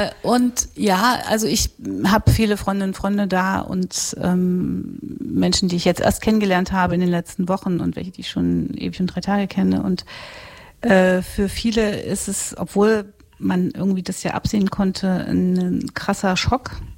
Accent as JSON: {"language": "German", "town": "Gotha", "region": "Thuringia", "country": "Germany", "tie": "born or raised there", "said": "ich bin in Gotha aufgewachsen, in Thüringen"}